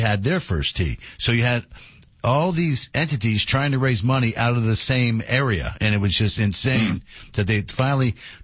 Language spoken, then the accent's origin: English; Washington, District of Columbia, United States; My hometown is Washington, D.C., which has, so it's the city of Washington, which is not a state